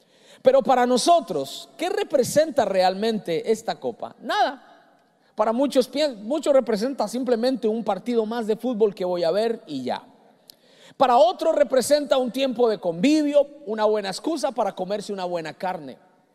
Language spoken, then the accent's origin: Spanish; Colombia; Yo soy colombiano y a los de Colombia nos dijeron